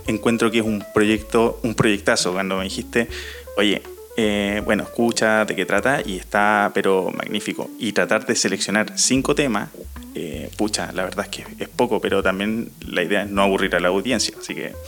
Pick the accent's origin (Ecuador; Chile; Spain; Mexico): Chile; Pirque, Santiago Metropolitan Region; moved away as an adult; also born or lived in La Florida; now in San Bernardo, Chile; O sea, nací en la Florida, pero mi parte de la vida que recuerdo está en Pirque.